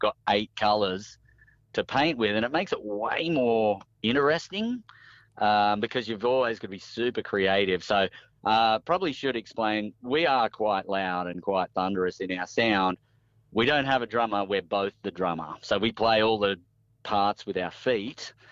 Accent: Coffs Harbour, New South Wales, Australia; moved away as an adult; also born or lived in Northern Rivers; So, yeah, we grew up in Coffs.

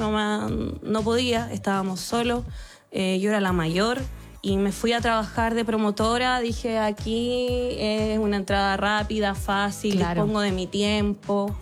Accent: Valparaíso, Chile; also born or lived in Santiago; porque yo soy de Valparaíso, de región.

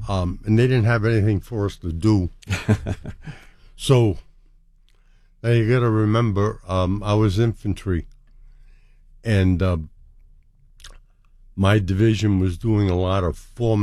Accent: Providence, Rhode Island, United States

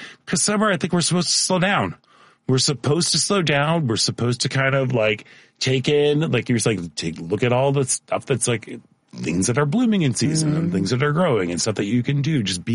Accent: Missouri, United States; because I grew up outside of St. Louis.

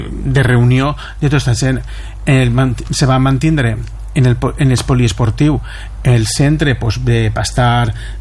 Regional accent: Nules, Valencian Community, Spain; conforme som la gent de Nules, voluntariosos, treballadors, i vam obrir les portes del poble per tot aquell que van tindre la necessitat de vindre a Nules.

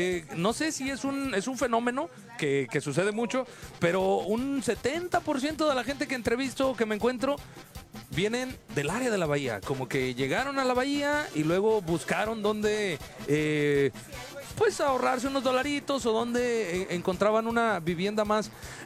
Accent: Morelia, Michoacán, Mexico; moved away; yo soy de Morelia, Michoacán.

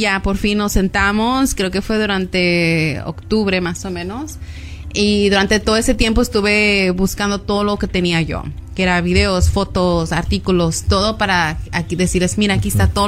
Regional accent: Compton, California, United States; que era como, ¿de dónde eres? Y dije, oh, de Compton.

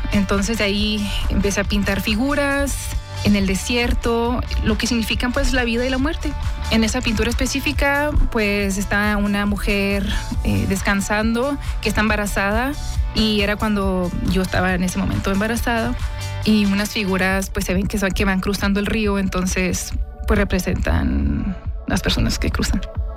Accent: Ojinaga, Chihuahua, Mexico; also born or lived in Presidio, Texas, United States; Regresando a mis tierras, a Ojinaga, Presidio, soy de ambos lados

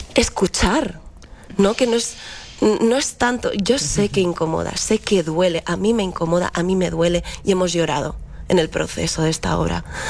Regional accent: Spain

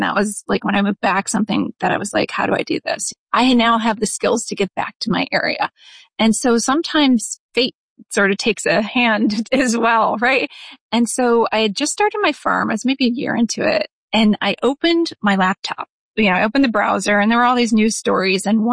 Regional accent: Dunmore, Pennsylvania, United States; I really enjoyed my childhood here, growing up at our city house in Dunmore and going to our lake house 7 minutes away, you know, up at Moosic Lake.

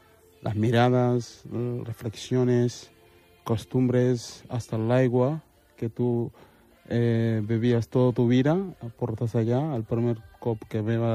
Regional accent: Dakar, Senegal; moved away as an adult; now in Sant Boi de Llobregat, Spain; Tenim projectes de cooperació a Yembol, que és d'on soc, dels barrios de Dakar.

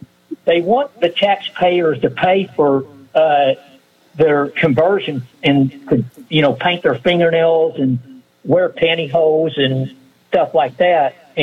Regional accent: Dallas, Texas, United States; But if we look at Texas, Pastor, I'm from Texas, born and raised here in Dallas.

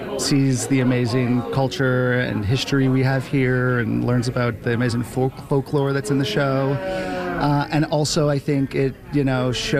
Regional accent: Petty Harbour, Newfoundland and Labrador, Canada; actually was in Petty Harbour, so to be in my hometown where I grew up

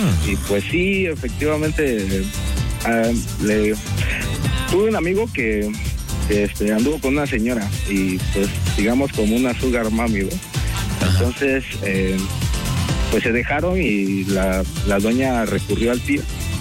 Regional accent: Chiapas, Mexico; now in Mitla, Mexico; Soy originario de Chiapas, pero me vine a trabajar acá y conocí unos amigos. Aparte, tengo familia aquí, entonces pues, me gustó el ambiente y ya me quedé.

